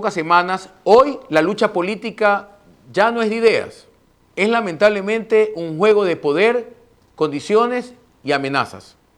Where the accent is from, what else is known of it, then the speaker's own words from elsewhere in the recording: Guayaquil, Guayas, Ecuador; Sigue en firme, libre, sin miedo, como firme, libres y sin miedo, somos los guayaquileños.